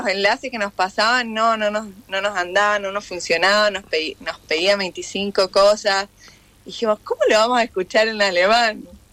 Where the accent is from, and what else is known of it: Argentina; now in Switzerland